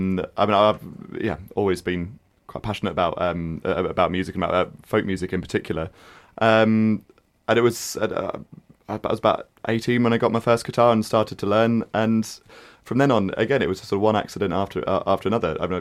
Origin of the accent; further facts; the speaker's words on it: Milton Keynes, South East England, United Kingdom; moved away as an adult; also born or lived in Birmingham; I grew up in Milton Keynes, so I think I was back for the university holidays, and it was in Milton Keynes city centre